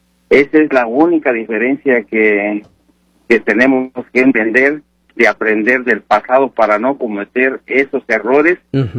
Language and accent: Spanish; Nicaragua; Sí, yo soy de Nicaragua, pero...